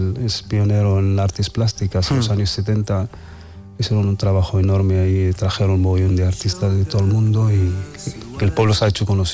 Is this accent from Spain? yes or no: no; Asilah, Tanger-Tetouan-Al Hoceima, Morocco